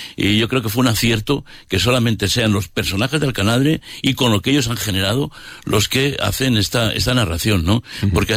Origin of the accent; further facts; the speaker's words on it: Canales de la Sierra, La Rioja, Spain; mi pueblo, de Canales de la Sierra